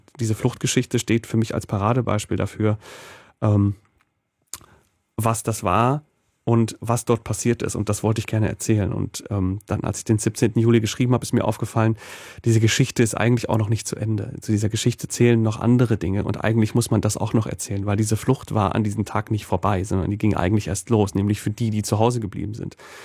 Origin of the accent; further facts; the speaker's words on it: East Germany, Germany; now in Berlin, Germany; Ich bin aus dem Osten gekommen, bin dann hierher zum Studieren nach Berlin